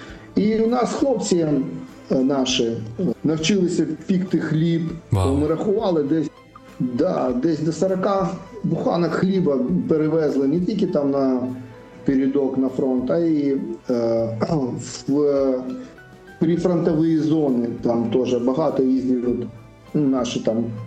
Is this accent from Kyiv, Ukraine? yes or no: no; Crimea, Ukraine; born there; І я сам теж, сам теж переселенець. Чого? Бо я народився в Криму, от, дружина моя з Херсонської області